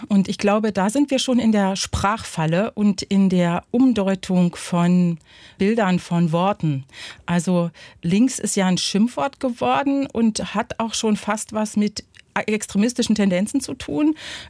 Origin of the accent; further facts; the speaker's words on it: East Germany, Germany; born there; ich bin ja ein Kind der DDR-Kirche